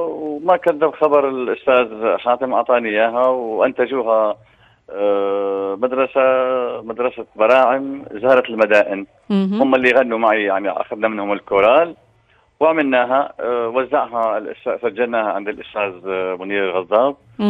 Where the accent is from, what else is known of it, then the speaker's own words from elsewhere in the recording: Deir ez-Zor, Deir ez-Zor Governorate, Syria; أنا سوري طبعا وأفتخر في ذلك لكن كمان نغني عراقي أنا أصلي من دير الزور من دير الزور إحنا نغني اللون العراقي مليح